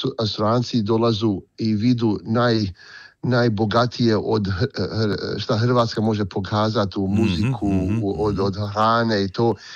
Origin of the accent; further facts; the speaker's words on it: New South Wales, Australia; ja sam rođen u Australiji